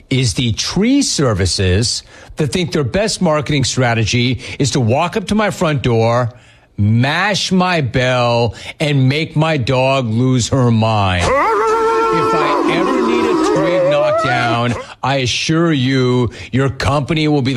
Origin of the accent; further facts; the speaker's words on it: California, United States; And yes, I am from NoCal.